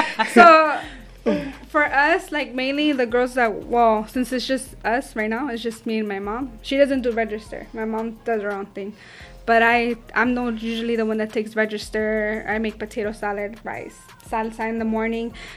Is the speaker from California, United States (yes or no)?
yes; Rialto, California, United States; So I grew up there.